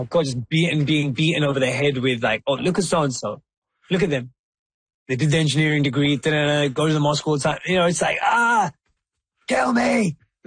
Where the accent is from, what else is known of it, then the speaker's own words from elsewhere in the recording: Wembley, London, United Kingdom; I was like, this is exactly like growing up in Wembley.